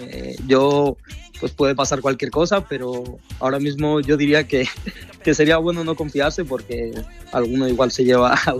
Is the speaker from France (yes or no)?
no; Spain; Mi color de piel así lo dice también, pero obviamente soy español y también me siento español.